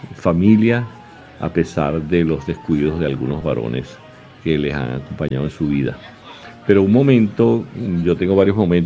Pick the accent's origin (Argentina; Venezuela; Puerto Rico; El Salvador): Venezuela; Calabozo, Guárico; Porque siempre allá en mi pueblo Calabozo, siempre se ponderaba lo que es la figura gigantesca de Antonio Esteves